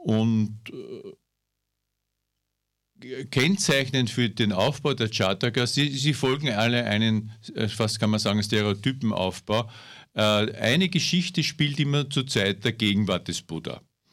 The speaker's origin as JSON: {"language": "German", "region": "Vienna", "country": "Austria", "lives_now": "Upper Austria, Austria", "said": "Mitte der 80er Jahre habe ich noch in Wien gewohnt, ich bin Wiener und habe dort recht intensiv die Zen-Praxis praktiziert. Bin dann nach Oberösterreich gekommen aus beruflichen Gründen"}